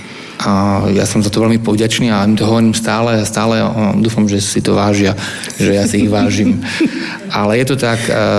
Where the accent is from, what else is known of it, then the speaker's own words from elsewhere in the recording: eastern Slovakia, Slovakia; pretože som z východu